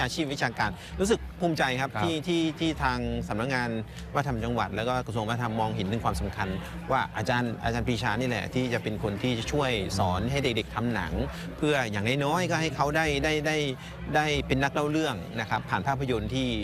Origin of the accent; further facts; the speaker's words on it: Maha Sarakham, Thailand; ในฐานะที่ผมเป็นคนมหาสารคาม